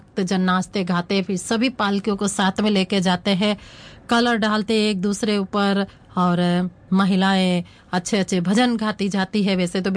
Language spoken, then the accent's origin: Hindi; Rajasthan, India; हम तो राजस्थान की मिट्टी में बड़े हुए हैं, पले बड़े